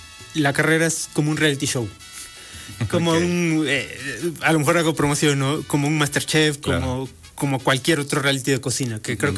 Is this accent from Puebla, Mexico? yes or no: yes; Puebla, Mexico; si nosotros viajamos a otro estado como poblanos, pues tenemos un paladar un poqui